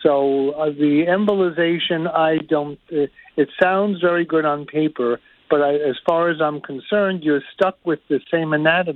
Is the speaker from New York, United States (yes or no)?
yes; Brooklyn, New York, United States; I'm from Brooklyn.